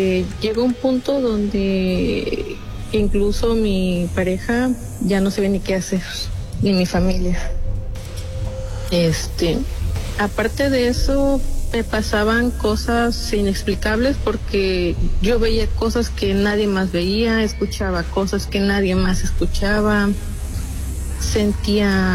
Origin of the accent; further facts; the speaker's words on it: Papantla, Veracruz, Mexico; soy de Veracruz.